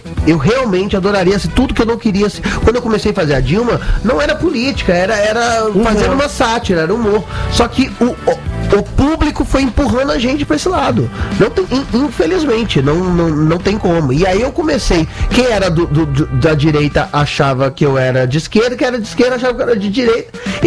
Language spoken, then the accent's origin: Portuguese; Minas Gerais, Brazil; now in China; Eu venho de Minas Gerais, então eu como. Mas ultimamente agora eu tô com enchendo pandu de biscoito da sorte, porque eu tô na China